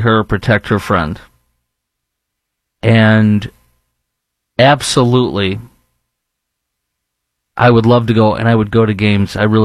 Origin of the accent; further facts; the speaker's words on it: Chicago, Illinois, United States; now in Dallas-Fort Worth, United States; Anywhere you go, whether it be in North Texas, where I'm sitting in Dallas-Fort Worth, obviously my hometown of Chicago